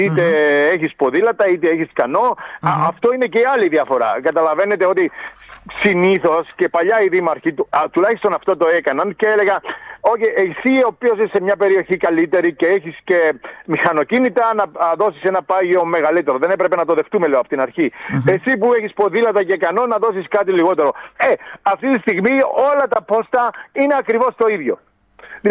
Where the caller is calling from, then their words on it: Greece; στεναχωριέμαι σαν Έλληνας